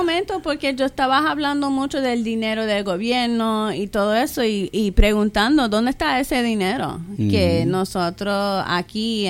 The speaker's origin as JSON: {"language": "Spanish", "region": "New York", "country": "United States", "tie": "born there", "also_born_or_lived": "Puerto Rico", "moved": "as an adult", "lives_now": "Santa Cruz", "said": "Pues tú sabes que la historia mía es que yo nací en Nueva York. Yo me mudé para Puerto Rico en 2015 y aquí en 2017, sola."}